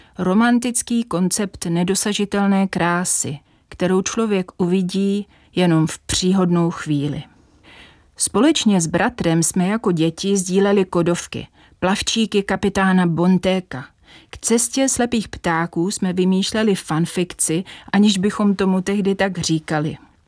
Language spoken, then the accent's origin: Czech; Hradec Králové Region, Czechia; zjistila jsem, že náměty Štorch čerpal i u nás na Hradecku. Štorchovi rodiče podle všeho bydleli dokonce kousek od našeho domu.